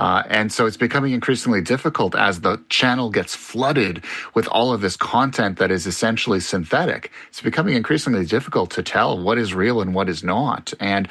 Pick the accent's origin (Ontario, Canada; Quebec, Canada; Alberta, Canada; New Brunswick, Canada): Quebec, Canada; I'm from Quebec, so I've lived through two referendums already